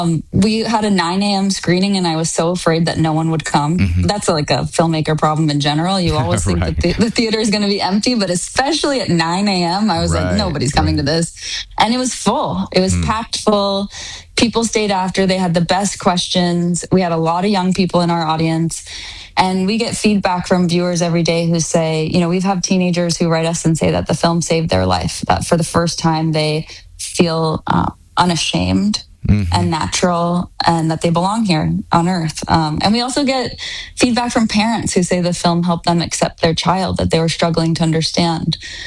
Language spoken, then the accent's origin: English; Texas, United States; at least as a teen girl growing up in Texas.